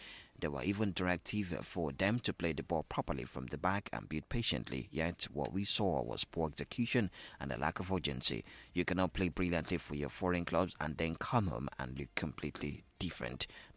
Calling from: Nigeria; from Garrigi.

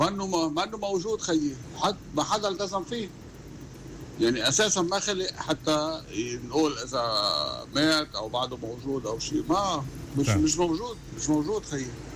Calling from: Canada

